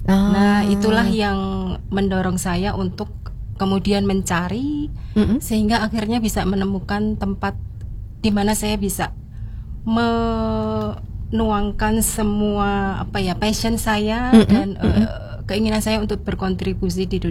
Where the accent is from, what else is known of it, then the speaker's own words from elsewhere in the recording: Bantul, Special Region of Yogyakarta, Indonesia; saya orang Bantul biasa ya